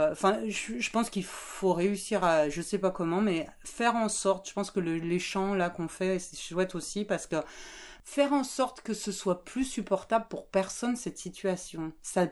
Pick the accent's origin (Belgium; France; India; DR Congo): France; moi je suis française, mes grands-parents, ils étaient à Lyon pendant la Seconde Guerre mondiale